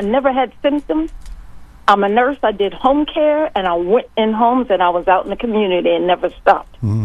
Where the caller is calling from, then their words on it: Florida, United States; from Florida.